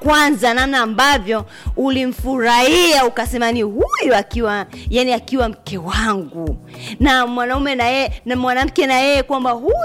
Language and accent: Swahili; Tanzania; Bado sisi ni Watanzania